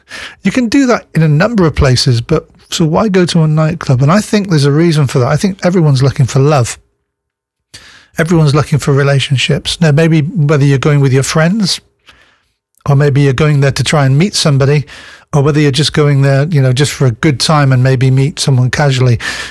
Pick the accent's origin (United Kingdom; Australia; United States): United Kingdom; Plymouth, South West England; But I was born in Plymouth, so I'm a Janner. But I also, I've lived in Plymouth most of my life since I was 18.